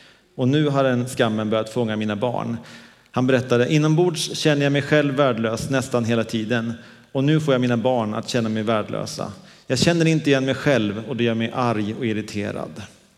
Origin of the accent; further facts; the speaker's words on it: Dalarna County, Sweden; moved away; Vi var hemma i Dalarna i veckan